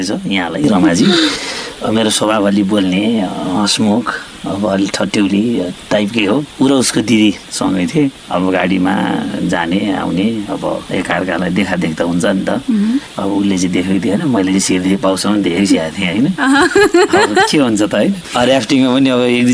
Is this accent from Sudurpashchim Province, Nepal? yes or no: no; Kavre, Bagmati, Nepal; मेरो घर काभ्रे हो, सिमथली कोसीबारी भुम्लु, म चाहिँ गाउँमा जन्मिया हुर्क्या